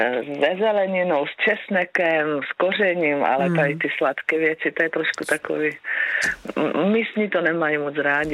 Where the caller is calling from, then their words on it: Šternberk, Olomouc Region, Czechia; Protože jsem ze Štenberka, tak kousek.